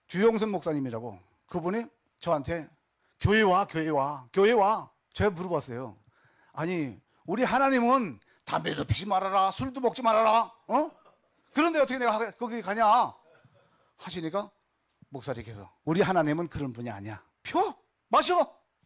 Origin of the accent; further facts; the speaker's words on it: North Korea; now in South Korea; 해서 난 북한 놈 맞아.